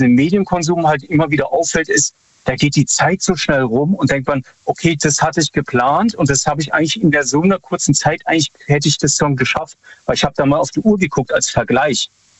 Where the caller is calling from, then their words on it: Freiburg, Baden-Württemberg, Germany; Hallo, ich bin aus Freiburg.